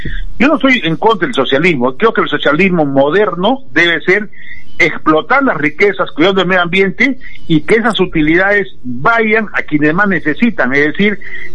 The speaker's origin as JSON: {"language": "Spanish", "country": "Peru"}